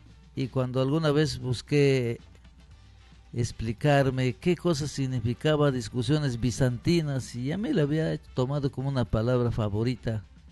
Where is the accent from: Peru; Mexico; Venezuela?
Peru